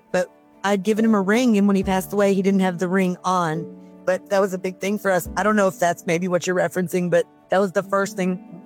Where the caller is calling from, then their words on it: Texas, United States; I'm calling from Central Texas area. It's about 45 minutes outside of Austin.